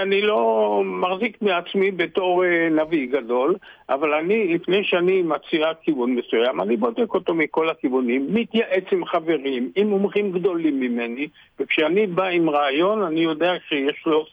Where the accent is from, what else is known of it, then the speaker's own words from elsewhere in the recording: Haifa, Haifa District, Israel; כל השכונות האלה שאני דרך אגב גדלתי בהן.